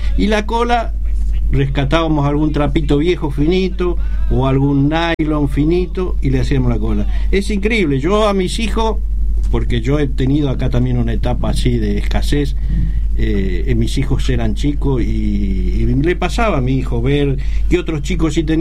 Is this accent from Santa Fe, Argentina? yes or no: no; Salta, Argentina; moved away; allá en Salta le llamábamos bolilla, no bolita como ahora.